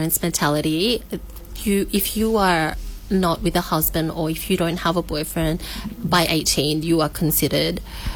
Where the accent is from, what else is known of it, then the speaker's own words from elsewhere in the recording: Australia; also born or lived in Hong Kong; I was brought up in Australia.